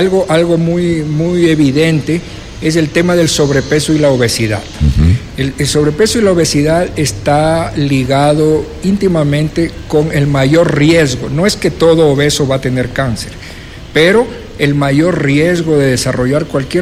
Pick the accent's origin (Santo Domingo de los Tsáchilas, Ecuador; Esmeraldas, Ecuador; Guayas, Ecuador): Guayas, Ecuador; Guayaquil; now in Quito, Ecuador; yo cuando llegué, yo soy de Guayaquil, yo cuando llegué a Quito